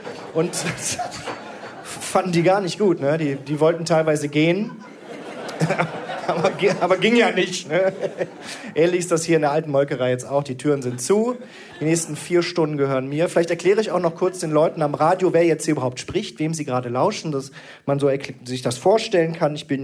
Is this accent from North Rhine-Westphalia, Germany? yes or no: yes; Krefeld, North Rhine-Westphalia, Germany; born or raised there